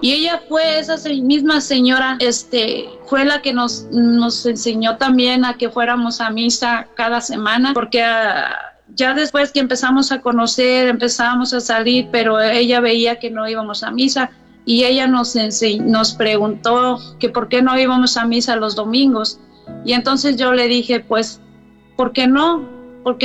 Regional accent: Mexico; moved away; Entonces yo como quiera ya me vine de México y allá sí iba a misa, pero ya cuando llegué yo aquí ya casi nunca iba a misa.

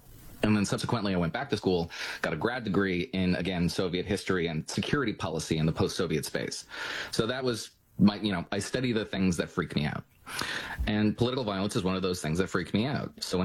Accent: New Jersey, United States; born or raised there

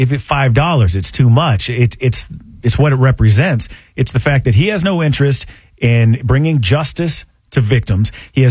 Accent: Travis County, Texas, United States; moved away as an adult; I grew up in Travis County. I can't even live there anymore

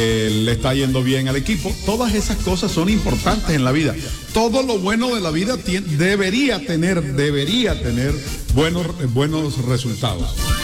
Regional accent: Colombia; Porque nosotros somos colombianos. Si bien hay un país al que le debemos nosotros mucho, es a Colombia. Aquí nacimos, aquí crecimos.

